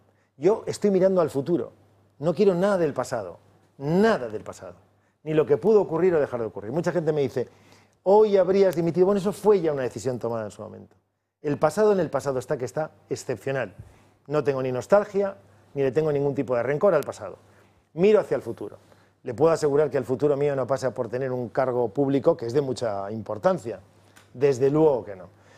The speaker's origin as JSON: {"language": "Spanish", "region": "Valencian Community", "country": "Spain", "said": "Es lo más hermoso desde el punto de vista de la noble tarea de la política que como valenciano se puede ser."}